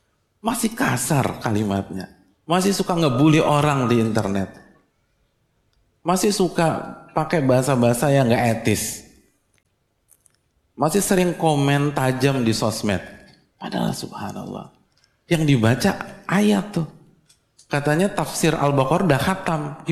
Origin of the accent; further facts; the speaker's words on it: Jakarta, Indonesia; Saya dari kecil sampai SMA itu di Jakarta, omongannya logo-logoa.